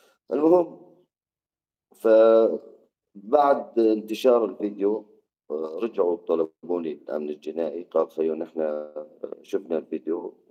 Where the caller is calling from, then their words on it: Raqqa, Raqqa Governorate, Syria; أنا تعاطف أهل الرقة ومدينتي وأهل سوريا كاملة،